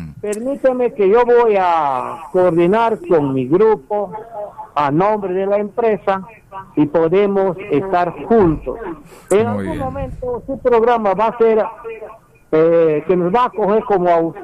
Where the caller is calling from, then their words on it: San Martín, Peru; para compartir en Agua No Muy Una el día del aniversario de mi pueblo